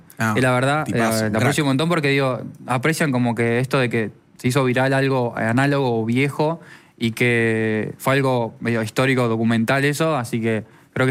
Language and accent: Spanish; Rosario, Santa Fe, Argentina; moved away as an adult; En Rosario, soy de Rosario.